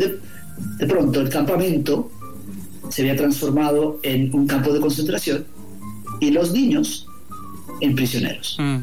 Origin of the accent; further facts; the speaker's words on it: Guatemala City, Guatemala Department, Guatemala; moved away; yo soy guatemalteco, somos guatemaltecos